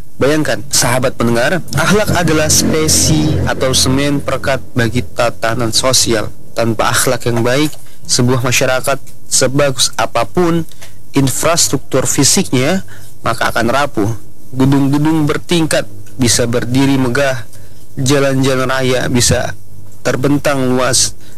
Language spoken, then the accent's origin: Indonesian; East Nusa Tenggara, Indonesia; kita warga Kabupaten Belu.